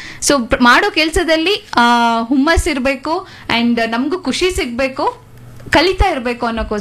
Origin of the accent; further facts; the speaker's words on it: Balehonnur, Karnataka, India; moved away as an adult; now in Bengaluru, India; ಚಿಕ್ಕಮಗಳೂರಿನ ಮಲ್ನಾಡಿನ ಹುಡುಗಿ ನಾನು. ಸೊ ಮೂಲತಃ ಬಾಳೆಹೊನ್ನೂರು, ಚಿಕ್ಕಮಗಳೂರು ಜಿಲ್ಲೆಯ ಬಾಳೆಹೊನ್ನೂರು ಅನ್ನೋ ಪುಟ್ಟ ಗ್ರಾಮದಿಂದ ಬಂದಿರೋದು. ಹಾಗೆ ಬೆಂಗಳೂರಲ್ಲಿ ಬಂದು ನನ್ನದೇ ಆದ ಒಂದು ಸಂಸ್ಥೆ ಮಾಡಿಕೊಂಡು ಈಗ ಕೆಲಸ ಮಾಡ್ತಾ ಇದ್ದೀನಿ.